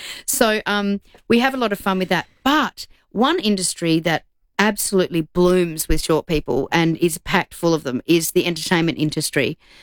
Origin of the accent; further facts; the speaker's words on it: Broken Hill, New South Wales, Australia; I grew up in Broken Hill.